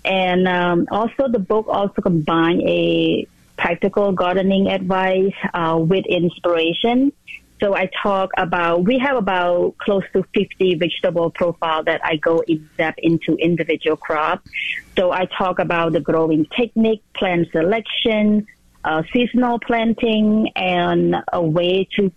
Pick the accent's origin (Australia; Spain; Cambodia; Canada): Cambodia; English is a second language; moved away; Because I grew up in Cambodia, we're in the Southeast Asia.